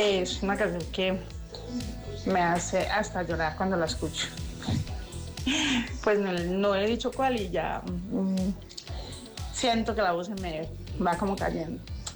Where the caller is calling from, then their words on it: Dosquebradas, Risaralda, Colombia; de Los Quebradas.